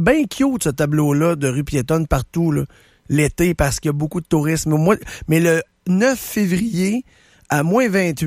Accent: Quebec, Canada; En tant que Québécois

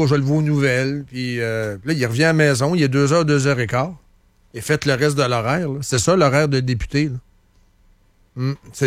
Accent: Quebec, Canada; On est américain. Mais parlant français avec une culture qui est bien québécoise.

